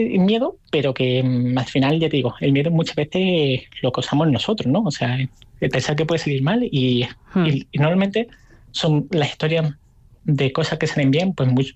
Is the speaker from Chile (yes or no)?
no; Málaga, Andalusia, Spain; moved away as an adult; yo me fui, claro, bien jovencito de Málaga, me fui con apenas 20 años, no he vuelto a vivir en Málaga